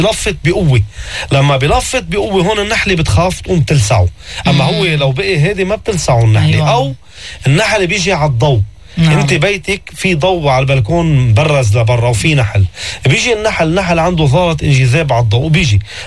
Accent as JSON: {"language": "Arabic", "town": "Beirut", "region": "Beirut Governorate", "country": "Lebanon", "tie": "born or raised there", "said": "انا ابن بيروت ما عندي ضيعة"}